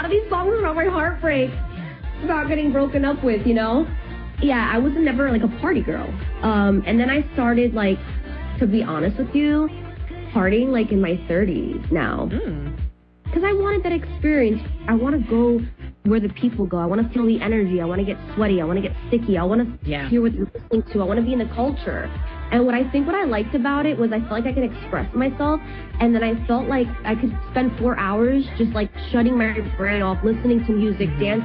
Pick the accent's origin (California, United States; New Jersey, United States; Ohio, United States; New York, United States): New York, United States; New York City; when I was growing up in New York